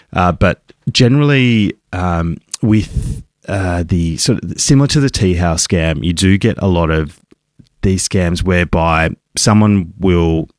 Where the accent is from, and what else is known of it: Australia